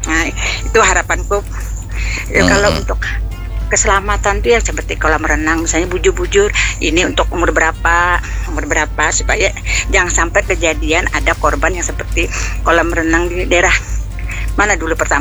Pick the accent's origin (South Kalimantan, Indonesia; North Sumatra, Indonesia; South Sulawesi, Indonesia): South Kalimantan, Indonesia; Banjarmasin; Jadi harapan kami itulah sebagai warga Banjarmasin, mudah-mudahan ini berlanjut.